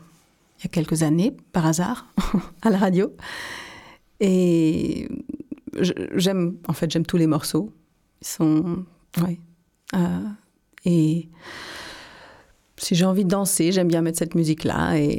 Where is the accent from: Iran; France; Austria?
Austria; also born or lived in Germany; now in Vienna, Austria; je suis comédienne, je suis franco-autrichienne, j'ai grandi en Autriche, ma maman est française. Donc voilà, oui, je suis bilingue, j'ai fait mes études de théâtre à Vienne aussi, et puis ensuite je suis partie en Allemagne